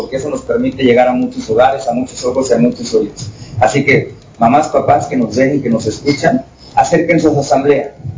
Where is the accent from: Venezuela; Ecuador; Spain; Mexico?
Mexico; nos unamos como mexicanos